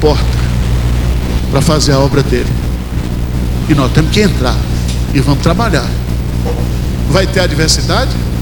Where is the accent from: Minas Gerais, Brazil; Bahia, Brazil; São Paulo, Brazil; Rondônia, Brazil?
Bahia, Brazil; eu que sou baiano gostei muito